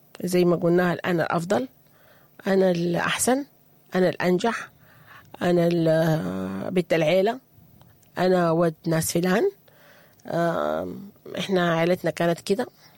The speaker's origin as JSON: {"language": "Arabic", "country": "Sudan", "said": "إن إحنا كسودانيين بنفضل الآخرين عننا"}